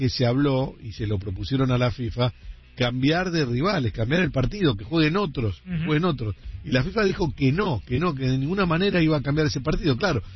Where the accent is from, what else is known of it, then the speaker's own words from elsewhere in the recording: Buenos Aires, Argentina; No es mi tierra, yo soy de Buenos Aires, ya le dije, yo soy porteño.